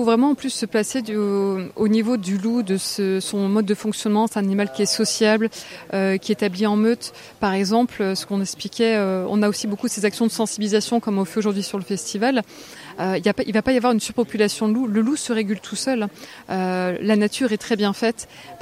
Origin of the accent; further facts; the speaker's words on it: Centre-Val de Loire, France; Voilà, moi, je suis du Loiret